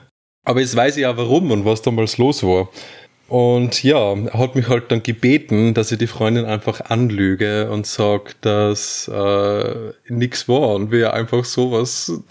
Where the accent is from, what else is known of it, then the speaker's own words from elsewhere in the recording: Austria; oder wie man bei uns in Österreich sagt, Jus.